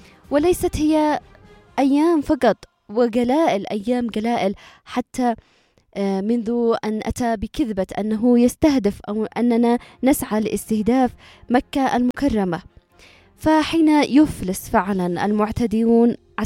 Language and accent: Arabic; Yemen; عندنا كشعب يمني كمسلمي